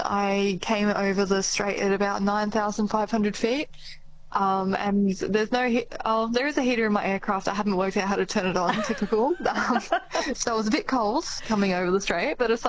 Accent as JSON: {"language": "English", "town": "Melbourne", "region": "Victoria", "country": "Australia", "said": "I'll admit, because I'm from Melbourne, I hadn't heard of Little Wings before I started planning for this trip"}